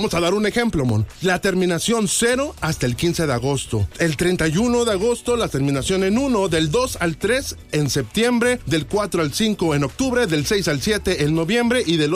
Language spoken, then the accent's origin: Spanish; Mexico